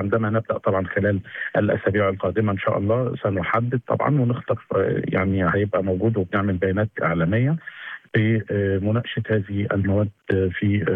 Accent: Egypt; إحنا كدولة مصرية

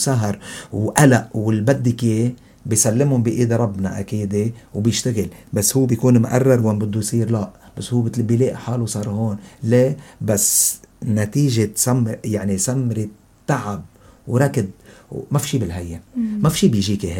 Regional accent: Lebanon; انا لبناني

